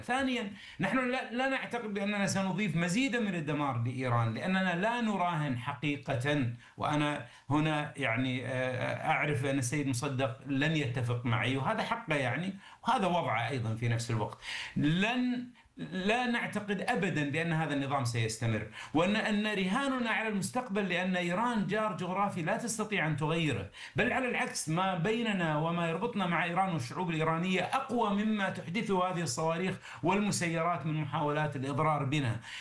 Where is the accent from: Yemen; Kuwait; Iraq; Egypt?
Kuwait; عندنا بالكويت